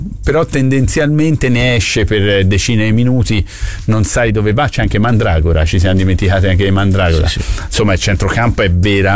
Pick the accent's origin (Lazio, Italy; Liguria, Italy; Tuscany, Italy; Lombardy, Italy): Tuscany, Italy; Florence; Se a me quando vado a Roma e dicono sei toscano, gli dico tu sarà te, io sono fiorentino.